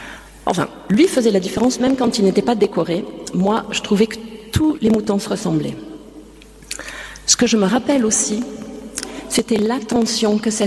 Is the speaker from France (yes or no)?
yes; Occitanie, France; j'ai grandi dans le Gard et je peux vous assurer qu'il n'y a pas d'herbe en été.